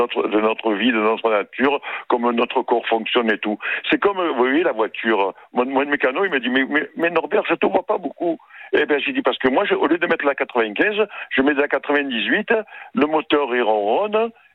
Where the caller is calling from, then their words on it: Marseille, Provence-Alpes-Côte d'Azur, France; Je suis à Marseille.